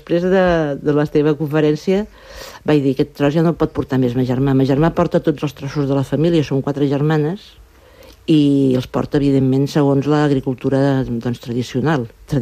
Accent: Vilaplana, Catalonia, Spain; una cosa molt bonica del meu poble, que ara tinc ganes de dir Vilaplana

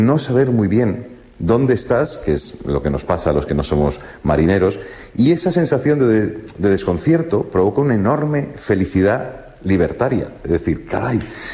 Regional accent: Madrid, Community of Madrid, Spain; born there; Yo no he nacido en una zona de mar porque nací en Madrid

